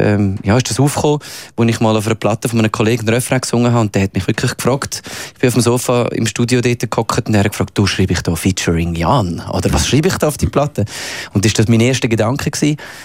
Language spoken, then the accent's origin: German; Aargau, Switzerland; now in Zurich, Switzerland; Ich bin ein Aargauer, der in Zürich stolz mit einer Aargauer Nummer rumfährt.